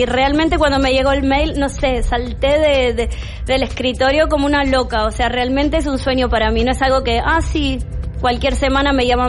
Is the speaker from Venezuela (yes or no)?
no; Argentina; moved away; Ahí sí que soy argentina hasta la médula.